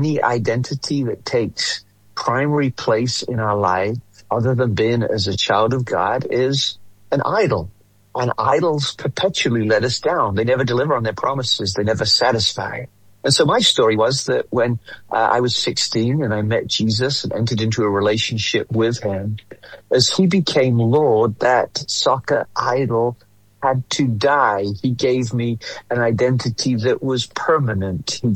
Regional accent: England, United Kingdom; now in Orlando, United States; I grew up in England.

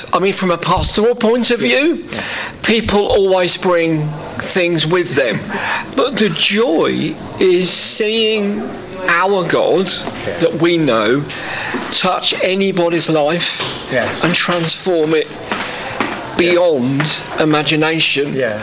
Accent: South East England, United Kingdom; Yeah, well, I'm actually from the South Coast, so I come from Kingdom Faith Church, which is based in Horsham.

